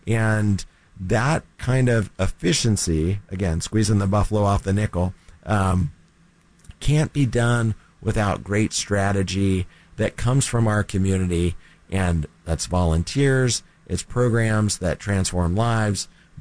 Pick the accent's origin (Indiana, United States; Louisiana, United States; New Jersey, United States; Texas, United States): Texas, United States; moved away as an adult; now in San Antonio, United States; I grew up in North Texas and worked for the North Texas Food Bank in the Dallas-Fort Worth area for many years.